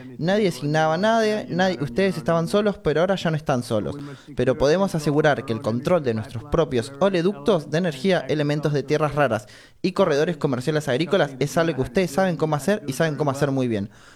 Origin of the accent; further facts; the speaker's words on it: Argentina; nosotros como argentinos